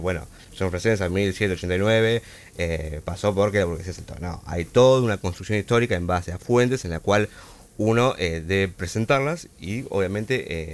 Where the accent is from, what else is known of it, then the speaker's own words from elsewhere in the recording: Pinamar, Buenos Aires Province, Argentina; moved away as an adult; nacido y criado en Pinamar.